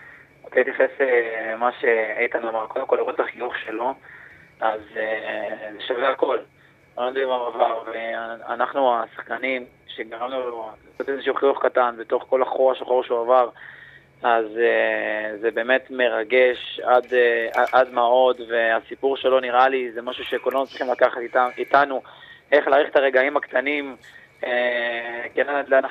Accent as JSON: {"language": "Hebrew", "town": "Beersheba", "region": "Southern District", "country": "Israel", "tie": "born or raised there", "said": "כי גדלתי בעיר הזאת"}